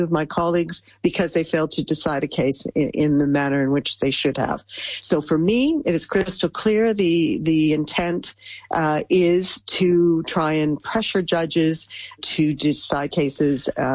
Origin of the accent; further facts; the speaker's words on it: Canada; now in Netherlands; I'm in the Netherlands as a Canadian, I know that I'm subject to Dutch law.